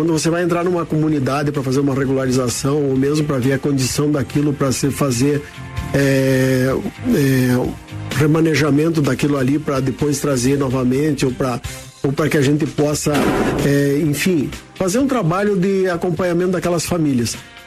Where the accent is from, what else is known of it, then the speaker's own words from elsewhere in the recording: Rio Grande do Sul, Brazil; born there; also born or lived in Paraná / Curitiba; Eu nasci no Rio Grande do Sul, morei no sudoeste do Paraná, morei em Curitiba, depois voltamos para o interior.